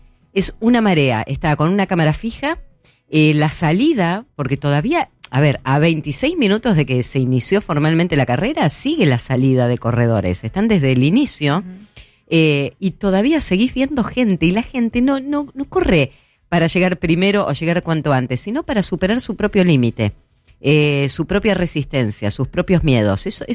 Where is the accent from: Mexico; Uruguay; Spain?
Uruguay; Mirá que yo también soy uruguaya